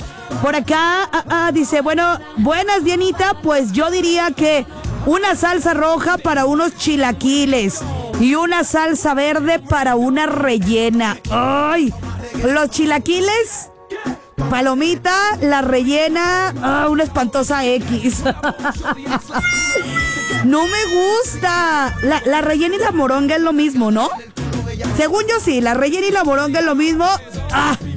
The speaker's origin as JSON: {"language": "Spanish", "town": "Zitácuaro", "region": "Michoacán", "country": "Mexico", "tie": "born or raised there", "moved": "yes", "said": "allá en mi pueblo, Tangamandapio, ahí en Zitácuaro"}